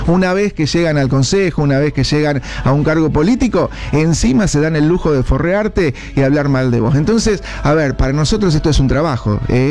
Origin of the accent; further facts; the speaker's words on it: Argentina; Como cuando se juega el mundial y somos todos argentinos.